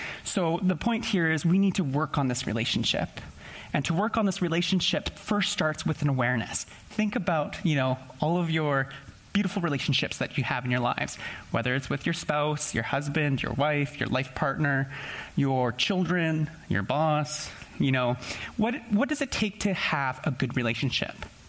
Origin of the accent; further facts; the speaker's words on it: Canada; What can I do as a Canadian citizen?